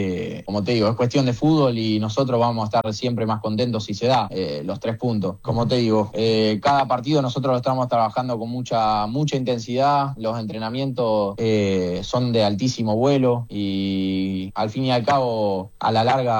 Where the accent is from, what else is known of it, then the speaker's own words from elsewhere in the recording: Rosario, Santa Fe, Argentina; also born or lived in Gualeguaychú; soy más rosarino que entrerriano, es la realidad. Yo viví un solo año en Gualeguaychú y ya al año y medio ya estaba acá en Rosario. Pero sí, o sea, soy nacido en Gualeguaychú, al fin y al cabo.